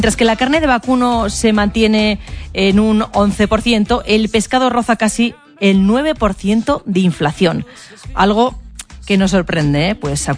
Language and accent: Spanish; La Rioja, Spain; para saber qué pensamos los riojanos.